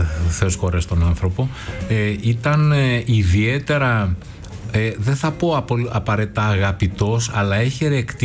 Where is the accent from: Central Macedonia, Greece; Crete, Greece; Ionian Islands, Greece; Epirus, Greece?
Ionian Islands, Greece; Corfu; now in Attica, Greece; την Κέρκυρα, την ιδιαίτερη πατρίδα μου.